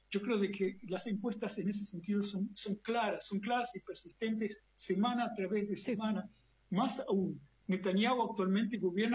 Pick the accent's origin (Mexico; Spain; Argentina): Argentina; moved away; yo soy argentino de origen